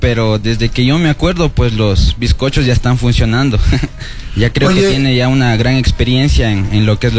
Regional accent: Cayambe, Pichincha, Ecuador; Yo soy de Cayambe.

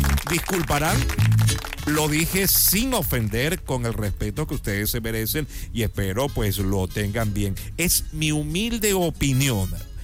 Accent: Ecuador

